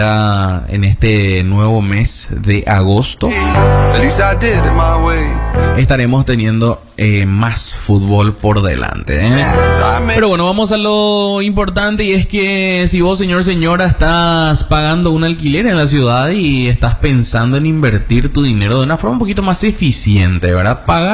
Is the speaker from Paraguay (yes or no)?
yes; Paraguay